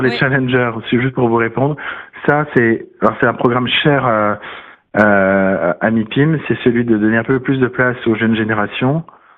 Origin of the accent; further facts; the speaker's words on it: France